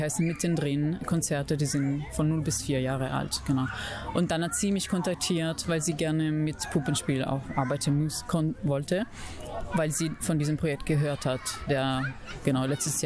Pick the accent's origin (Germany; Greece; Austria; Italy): Italy; Wir sind alle aus verschiedenen Ländern. Ich bin aus Italien, Sonja ist aus Griechenland und Riona ist aus Korea, Südkorea.